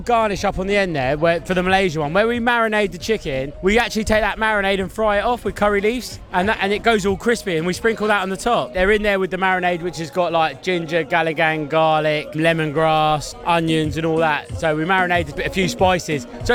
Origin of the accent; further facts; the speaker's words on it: Luton, East of England, United Kingdom; I'm from Farley Hill. I'm a hillbilly.